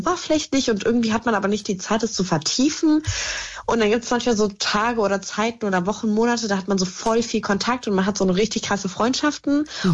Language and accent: German; Idstein, Hesse, Germany; Und hinter Wiesbaden gibt's einen Ort, der nennt sich Itzstein.